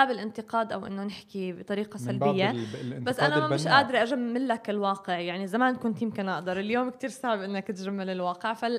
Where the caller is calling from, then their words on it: Palestine; كفلسطينيين عايشين برحمة ربنا